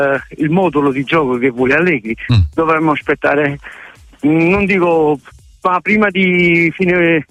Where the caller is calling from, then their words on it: Padua, Veneto, Italy; un saluto a tutti i radioascoltatori che sono da Padova.